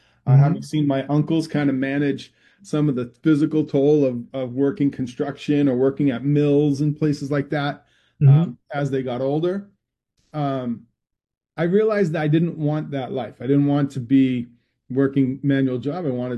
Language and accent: English; Massachusetts, United States; moved away as an adult; also born or lived in Ethiopia / Saudi Arabia / North Carolina; I taught school in Massachusetts, where I've come from, as you'll hear from my accent over time.